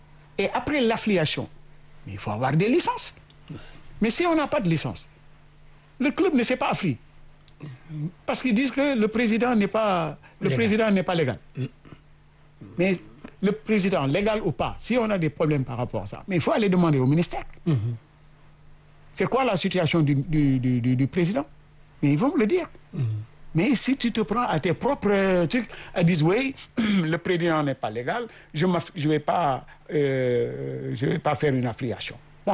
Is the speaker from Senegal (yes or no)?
yes; Senegal; born there; Je suis sénégalais. J'ai mes parents. J'ai mes enfants. J'ai mon marabout. Moi, je suis mourite.